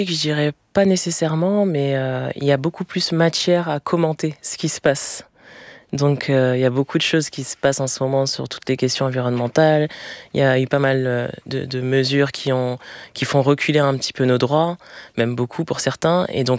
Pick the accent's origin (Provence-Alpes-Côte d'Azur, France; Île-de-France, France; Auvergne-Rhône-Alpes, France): Île-de-France, France; Villiers-le-Bel; Je suis née à Clamart, mais j'ai grandi à Villers-le-Bel.